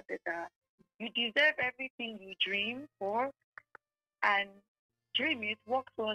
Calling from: Canada; I'm calling from Canada.

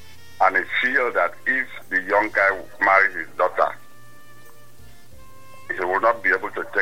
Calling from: Calabar, Cross River, Nigeria; I'm calling from Calabar.

